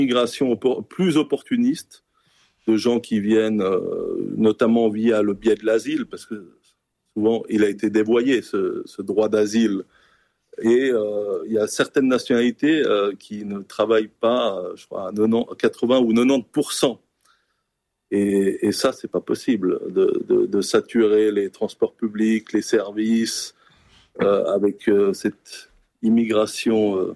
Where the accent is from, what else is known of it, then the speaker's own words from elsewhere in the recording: Switzerland; also born or lived in Pakistan (father's origin) / Czech Republic (mother's origin); Moi je suis suisse de branche, hein, naturalisé suisse à 17 ans. J'ai un père qui était d'origine pakistanaise et une mère tchèque.